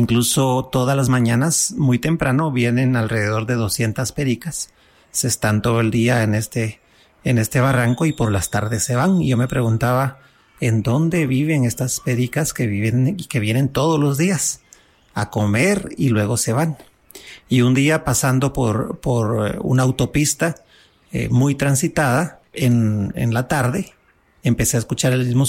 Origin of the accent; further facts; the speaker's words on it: Guatemala; soy de Guatemala.